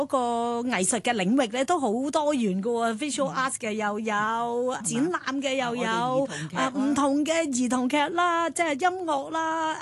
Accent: Hong Kong; 我哋香港人又好

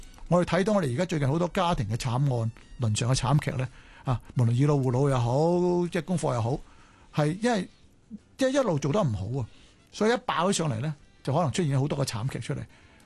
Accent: Hong Kong; 我哋香港人都幾急，你聽我講嘢急啦

